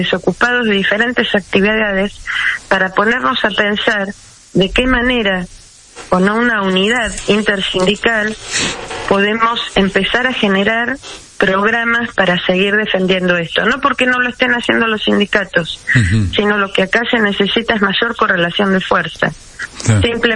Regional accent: Argentina

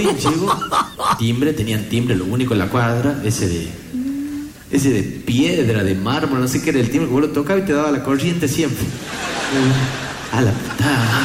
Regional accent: Famaillá, Tucumán, Argentina; Y yo me iba de Famaillá, mi pueblo, a Montero, que queda 15 kilómetros.

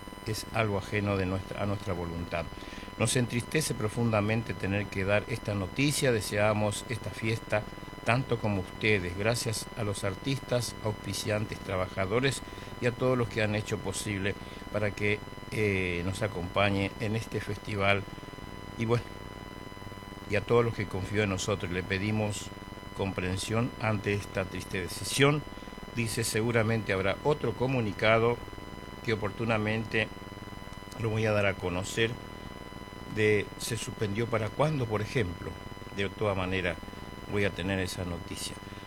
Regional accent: Buenos Aires, Argentina; born there; Yo me crié en Buenos Aires, pero siempre dije, no voy a perder las costumbres de mis orígenes, no voy a renunciar a mis costumbres tradicionales

